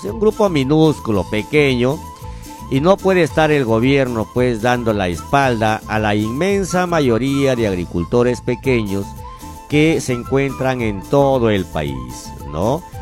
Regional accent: Utcubamba Province, Amazonas, Peru; moved away; yo ya tengo 57 años de vida natural de esta provincia de Utcubamba y ahora regresé a mi pueblo para trabajar.

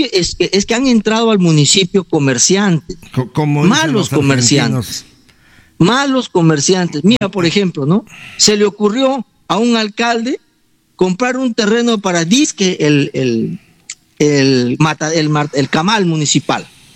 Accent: Bagua Grande, Amazonas, Peru; nuestra ciudad de Babo Grande

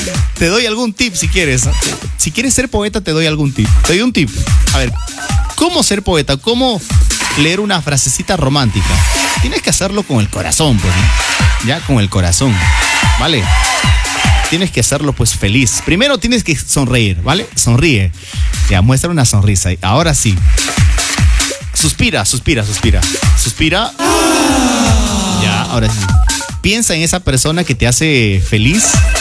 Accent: Jaén, Cajamarca, Peru; now in Virú, Peru; Lejos de mi tierra, Jaén.

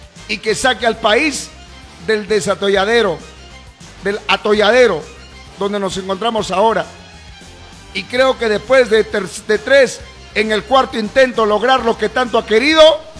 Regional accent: Peru; Eso es lo único que le pedimos como peruanos

